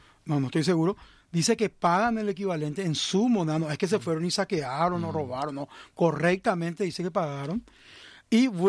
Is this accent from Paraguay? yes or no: yes; Paraguay